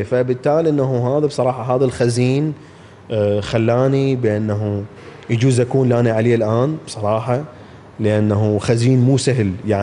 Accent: Al-Husseiniya, Baghdad Governorate, Iraq; فمدينتي الغريبة، مدينتي الحسينية اسمها، تقع على أطراف بغداد.

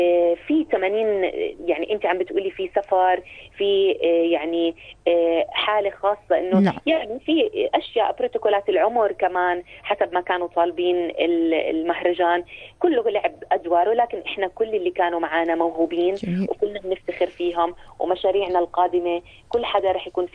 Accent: Jordan; معنا تجربة أردنية حاملينها بقلوبنا حتى نمثل بلدنا الأردن في مصر الحبيبة

